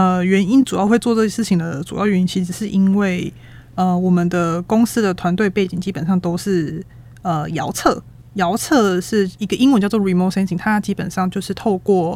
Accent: Taiwan; 我们台湾人

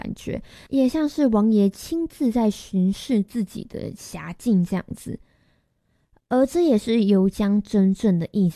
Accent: Keelung, Taiwan; 身为土生土长的基隆人，我知道基隆中原记，我也知道和平岛这个地方，知道镇滨渔港，知道卡玛丁

